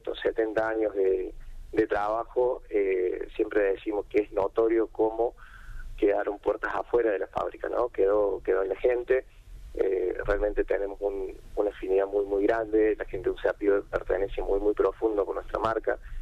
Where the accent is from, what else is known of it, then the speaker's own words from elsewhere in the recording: Córdoba, Argentina; Nosotros somos de Alta Córdoba, seguimos estando donde nacimos, sí.